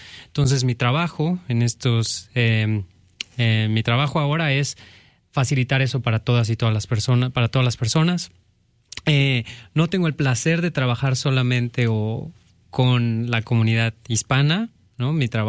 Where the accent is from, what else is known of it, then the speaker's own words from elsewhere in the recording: Chiapas, Mexico; moved away as an adult; also born or lived in Mexico City; now in Madison, United States; Perfecto, pues yo soy de México, soy del estado de Chiapas, el estado más al sur del país. Viví mucho tiempo en la Ciudad de México